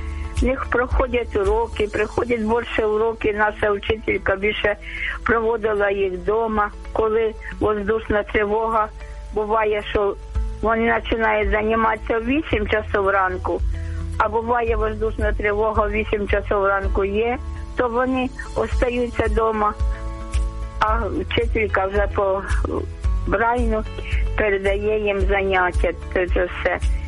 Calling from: Kyiv, Ukraine; я з Києва, з Оболоні.

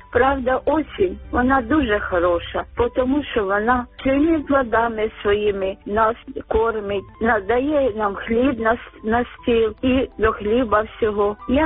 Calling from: Kyiv, Ukraine; я з Києва з Оболоні.

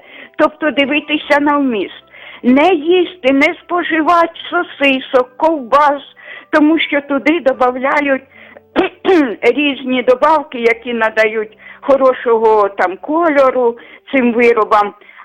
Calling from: Kyiv, Ukraine; Я зараз телефоную з Києва.

